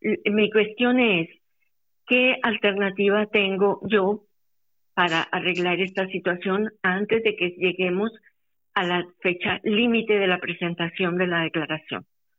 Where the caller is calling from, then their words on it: Lisbon, Portugal; Estoy llamando desde Lisboa